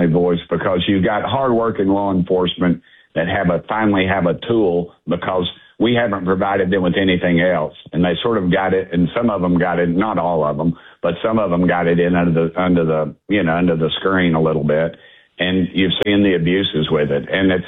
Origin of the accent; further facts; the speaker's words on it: Knoxville, Tennessee, United States; It's like growing up in West Knoxville where I grew up in when I was a kid, nobody worried about your kid walking home from the store, or walking home from school.